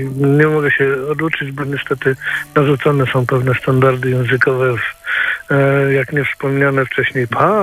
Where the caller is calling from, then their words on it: Gniezno, Greater Poland Voivodeship, Poland; dzwonię tradycyjnie z objazdu Gniezna.